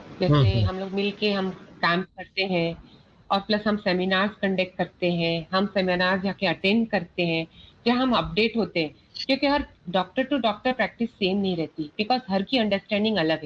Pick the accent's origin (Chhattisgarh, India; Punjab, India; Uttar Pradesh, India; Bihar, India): Chhattisgarh, India; Raipur; मैं छत्तीसगढ़ रायपुर से हूँ